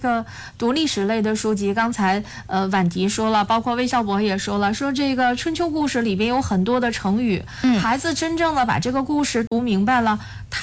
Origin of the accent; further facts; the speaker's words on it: China; 我们中国人